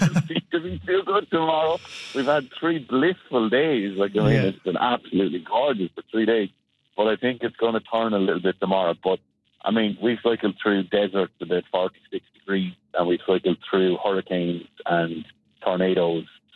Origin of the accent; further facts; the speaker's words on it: Waterford, Munster, Ireland; I come from Waterford in Ireland, and the connection between Waterford and St. John's is massive.